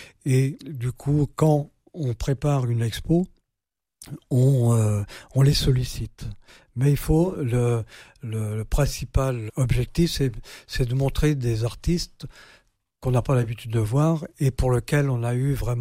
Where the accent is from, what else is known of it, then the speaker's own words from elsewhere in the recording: Pays de la Loire, France; chez nous en Vendée